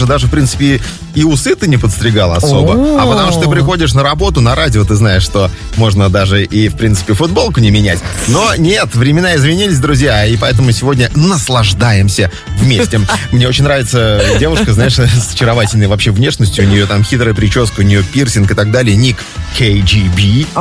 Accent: Togliatti, Samara Oblast, Russia; АвтоВАЗ в Тюмени, а я из Тольятти, точно.

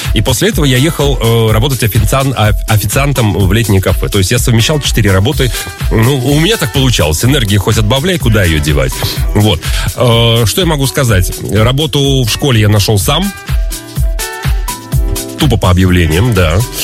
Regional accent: Orenburg, Orenburg Oblast, Russia; Люди знают, что я из Оренбурга.

